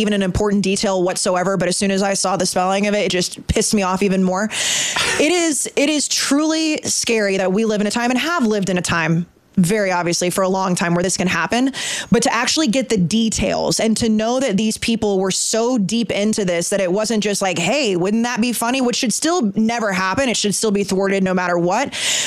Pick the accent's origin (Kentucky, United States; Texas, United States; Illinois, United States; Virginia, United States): Texas, United States; now in New York, United States; I'm the one that Will always gives a hard time to about not being Texan because I'm now in New York, even though I'm from Texas.